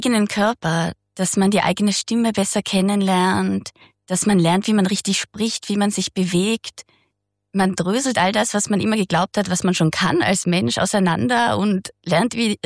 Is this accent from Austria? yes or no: yes; Jenbach, Tyrol, Austria; moved away; Ich bin eigentlich aus Tirol, aus Jenbach.